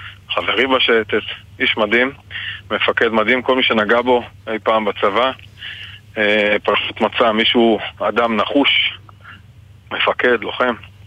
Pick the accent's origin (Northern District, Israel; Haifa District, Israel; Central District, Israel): Northern District, Israel; אבל אני אוהב את הנופים של הגולן. גדלתי פה כילד, הסתובבתי יחף בשדות ובמרחבים ובנחלים ובמעיינות